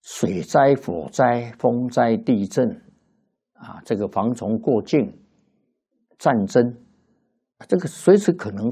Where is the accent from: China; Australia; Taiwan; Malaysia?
China